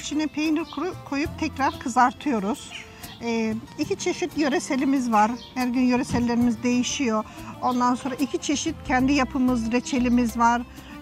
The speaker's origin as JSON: {"language": "Turkish", "region": "Giresun", "country": "Turkey", "tie": "born or raised there", "moved": "yes", "said": "Sık memleketime giderim."}